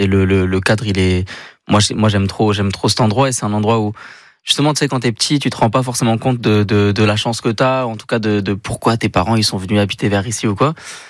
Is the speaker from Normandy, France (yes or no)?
no; Occitanie, France; also born or lived in Montpellier; j'ai grandi ici, je suis né à Montpellier, j'ai grandi sur le bassin de Thau.